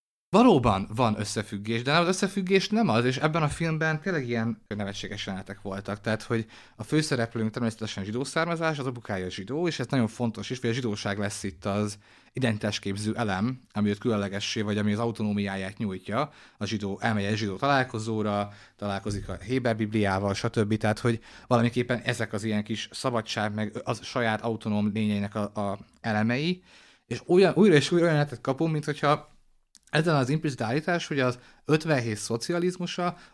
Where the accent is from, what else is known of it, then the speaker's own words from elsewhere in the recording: Hungary; Itt érzem magam, hát igazából sértve magyarként. Úgyhogy ennek a társadalomnak a tagja vagyok